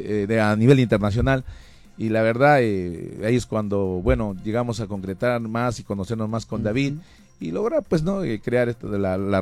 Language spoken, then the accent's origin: Spanish; Peru; nuestro Perú tiene mucho